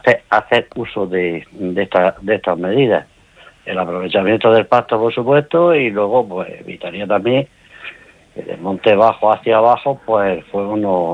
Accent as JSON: {"language": "Spanish", "region": "Andalusia", "country": "Spain", "moved": "yes", "said": "Yo provengo de la zona de Andalucía."}